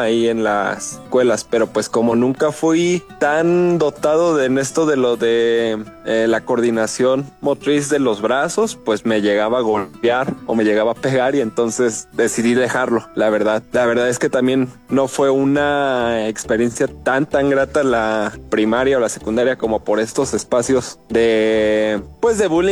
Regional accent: Tulancingo de Bravo, Hidalgo, Mexico; yo soy originario de Tulancingo de Bravo Hidalgo, justamente de Medias Sierras, que está entre Tulancingo y Santiago.

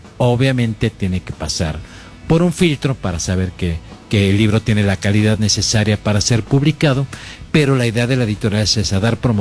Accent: Mexico City, Mexico; De Ciudad de México.

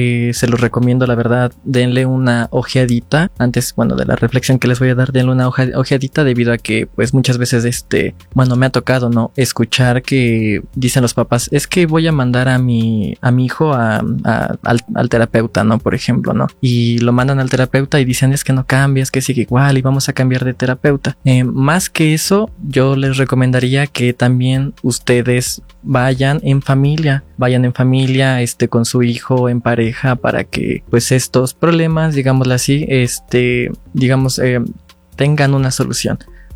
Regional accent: Mexico; Si entre nosotros nos ayudamos como sociedad, vamos a crecer, como mexicanos vamos a crecer

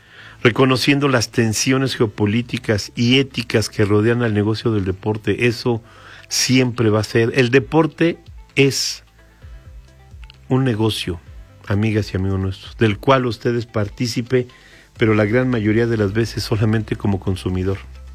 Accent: Mexico

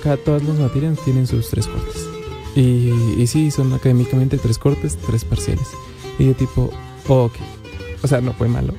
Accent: Colombia; Pues depende más de la altura, pero de donde yo soy, o sea, no es tan exagerado

